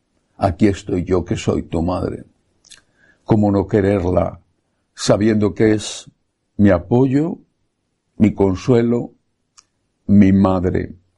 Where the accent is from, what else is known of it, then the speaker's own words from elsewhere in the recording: Spain; España y los españoles somos tierra de María